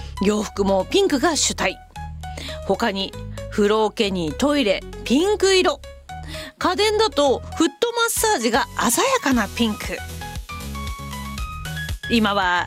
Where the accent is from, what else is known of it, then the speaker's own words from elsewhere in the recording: Niigata, Japan; ご当地〇〇で生まれて新潟で育った … がまた戻ってまいりました。